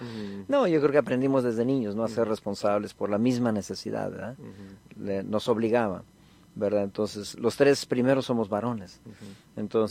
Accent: Mexico City, Mexico; born there; Bueno, yo soy mexicano, vengo de una familia grande, nací en la Ciudad de México.

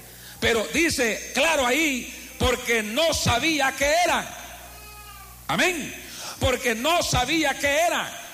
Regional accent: Eastern El Salvador, El Salvador; somos salvadoreños orientales, tiene que ser el mismo nombre

